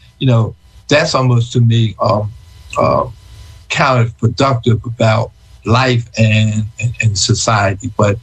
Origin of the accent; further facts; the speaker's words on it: Philadelphia, Pennsylvania, United States; So I said, look, I'm walking to Harrisburg. I'm from Philadelphia and all that.